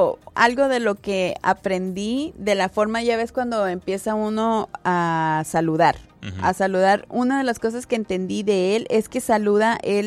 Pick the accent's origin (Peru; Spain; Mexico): Mexico; now in San Diego, United States; nosotros como buenos mexicanos